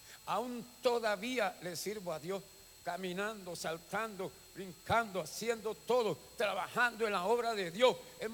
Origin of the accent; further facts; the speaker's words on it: La Chorrera, Panamá Oeste, Panama; Soy de un campo de Chorrera. Mi papá, mi abuelo era descendencia francesa y mi abuela era italiana.